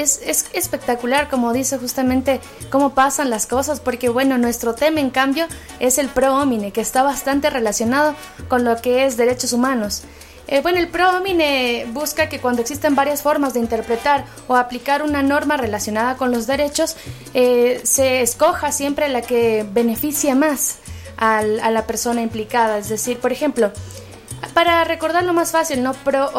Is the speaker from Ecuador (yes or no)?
yes; Ecuador; el nombre representa nuestra identidad como ecuatorianos